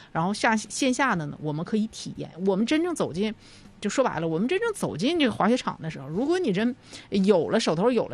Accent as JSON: {"language": "Chinese", "region": "Northeast China", "country": "China"}